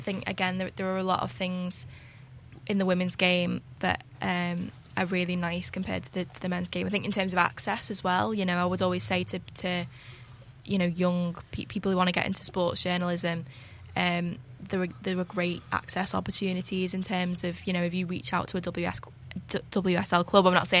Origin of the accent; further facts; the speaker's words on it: Widnes, North West England, United Kingdom; So I'm from Widnes.